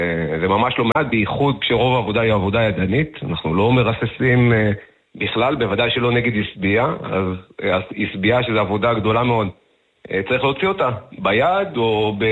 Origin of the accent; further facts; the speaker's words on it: Beersheba, Southern District, Israel; born there; now in Kibbutz HaMa'apil, Israel; אני לא יליד הקיבוץ, אני בכלל נולדתי בבאר שבע